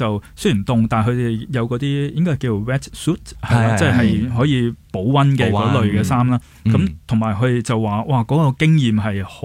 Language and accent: Cantonese; Hong Kong; 我一个香港人